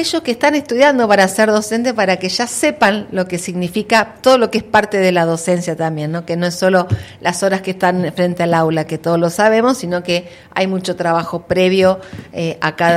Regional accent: Cipolletti, Río Negro, Argentina; porque somos argentinos cipoleños

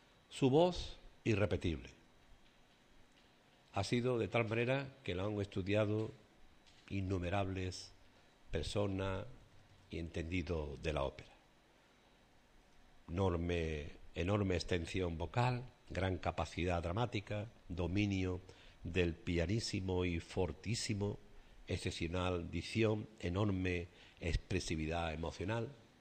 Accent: Sanlúcar de Barrameda, Andalusia, Spain; la semana que viene la Virgen del Carmen en mi tierra, en Bajo de Guía.

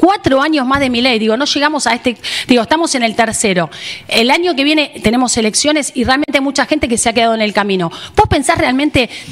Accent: Argentina; nosotros como argentinos nos queda mucho por aprender.

